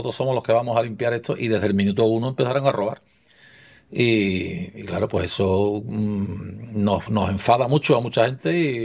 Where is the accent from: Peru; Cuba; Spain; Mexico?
Spain; Yo soy una persona que como somos los españoles, que nos calentamos algunas veces